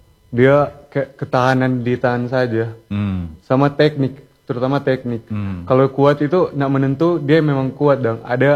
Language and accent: Indonesian; Tomohon, North Sulawesi, Indonesia; Biasa kita yang ke Tondano, kita kan dari Tomohon. Jadi kita ke Tondano, pergi ke mereka, terus latihan-latihan bersama, terus mereka support.